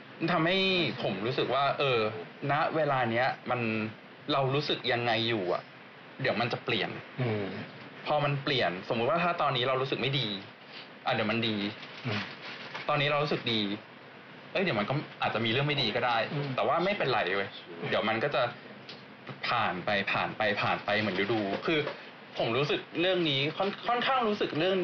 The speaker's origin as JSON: {"language": "Thai", "region": "Bangkok", "country": "Thailand", "moved": "as an adult", "lives_now": "Japan", "said": "ตอนอยู่ไทยผมอยู่กรุงเทพเนาะผมเป็นคนกรุงเทพ"}